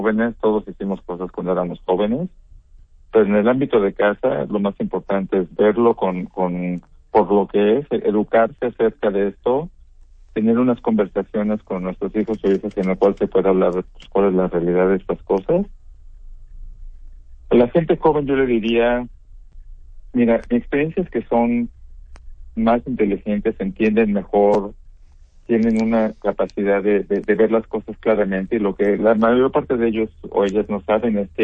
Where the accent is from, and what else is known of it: Mexico; born or raised there; moved away